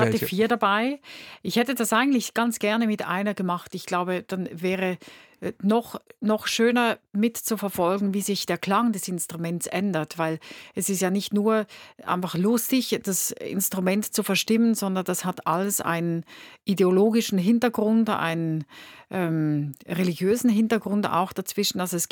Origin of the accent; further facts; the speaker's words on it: Winterthur, Zurich, Switzerland; born there; Und es gibt aus meiner Geburtsstadt in Winterthur gibt es eine Stiftung, die hat ein Steiner Quartett.